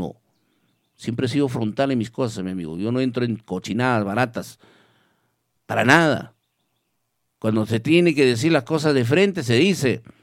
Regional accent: Villa Rica, Pasco, Peru; somos de aquí de Villarrica

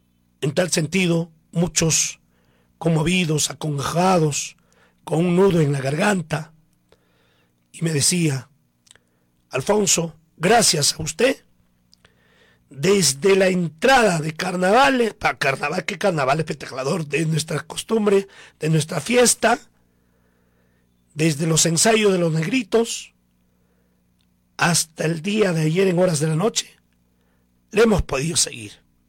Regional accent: Coracora, Ayacucho, Peru; nuestro pueblo de Coracora

